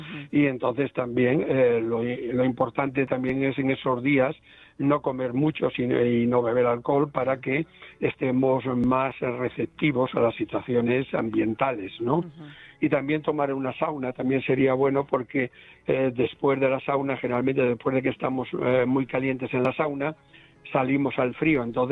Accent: Galicia, Spain; Como buen gallego voy allí.

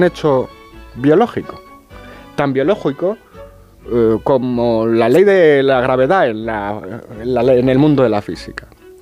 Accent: Spain; Como en Argentina, los españoles nos partimos la cara y se genera una situación que permita cualquier cosa.

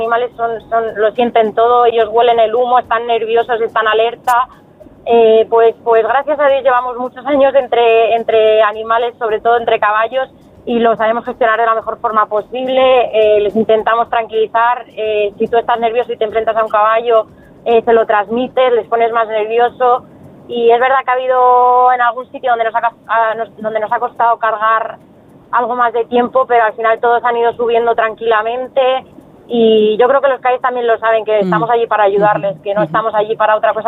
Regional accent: Villaviciosa de Odón, Community of Madrid, Spain; de ninguna de las zonas afectadas, somos de Villaviciosa de Odón.

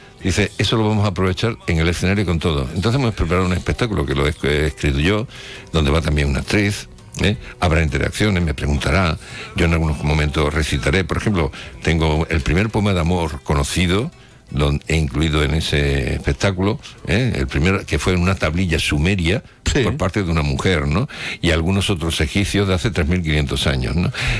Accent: Huelva, Andalusia, Spain; mi tierra para mí es maravillosa y además hago que mucha gente de Madrid vengan para acá

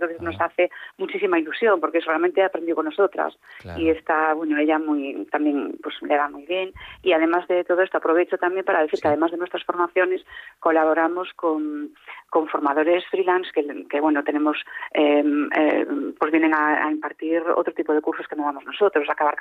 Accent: Narón, Galicia, Spain; moved away as an adult; now in Ferrol, Spain; yo soy de Pedroso, de Narbonne.

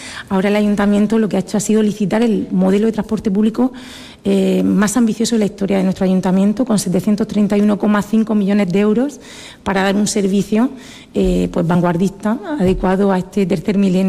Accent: El Esparragal, Region of Murcia, Spain; Yo soy del Esparral, soy campillera.

